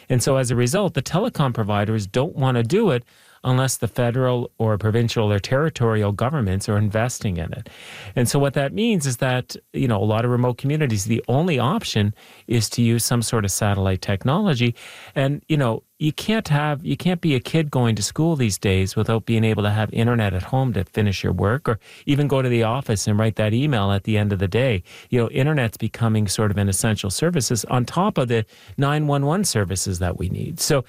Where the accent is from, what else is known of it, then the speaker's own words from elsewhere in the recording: Nova Scotia, Canada; now in Toronto, Canada; I live now in Toronto, and I mean, there's hardly any Starlink service here in the city, but, you know, I'm from Nova Scotia